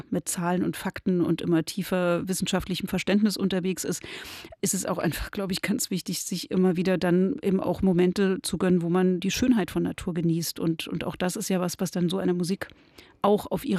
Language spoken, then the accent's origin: German; Berlin, Germany; now in Greifswald, Germany; ich lebe ja selber an der Küste und bin auch sehr bewusst, ich komme ursprünglich aus Berlin und habe mich aber quasi weiter nach Norden dann bewegt.